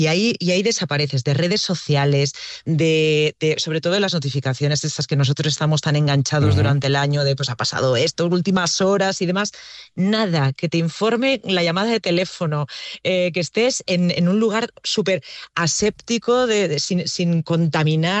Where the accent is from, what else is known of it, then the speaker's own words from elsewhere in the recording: La Vall d'Uixó, Valencian Community, Spain; yo soy de Baiduxó, que es un pueblo que está rodeado de montañas y que tiene el mar muy, muy, muy, muy cerquita, Moncofar, Chilches, Burriana, Nules, ¿no?